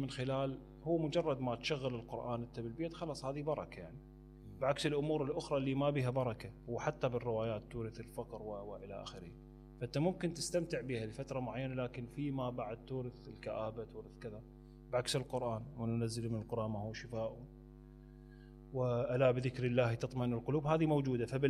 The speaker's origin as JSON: {"language": "Arabic", "country": "Iraq", "moved": "yes", "said": "هذه ما كانت عندنا بالعراق"}